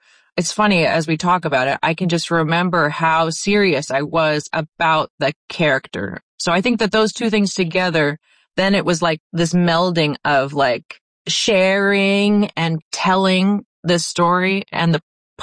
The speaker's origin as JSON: {"language": "English", "region": "Pennsylvania", "country": "United States", "tie": "born or raised there", "said": "So I grew up on the Pennsylvania side, but Narrowsburg is not too far from Abramsville, where I grew up."}